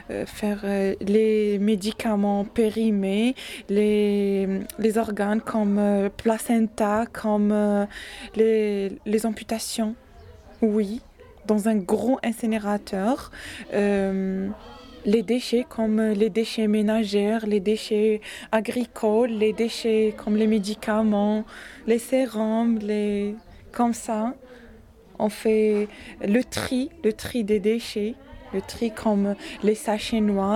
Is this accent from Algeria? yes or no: yes; Algeria; French is a second language; now in France; j'ai bientôt 33 ans. Juste, j'ai une maman de un enfant de 2 ans. Je suis algérienne